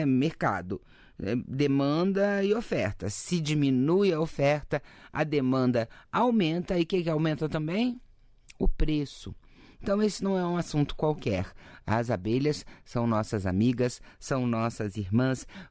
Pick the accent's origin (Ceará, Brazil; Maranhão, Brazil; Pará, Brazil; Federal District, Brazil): Federal District, Brazil; Brasília; born there; also born or lived in Rondônia; Eu digo assim, gente, que quando eu nasci aqui em Brasília, né, Brasília era só o barro vermelho. As emas botavam a careta dentro da janela da minha casa, assim, né? Aí depois eu fui pra Rondônia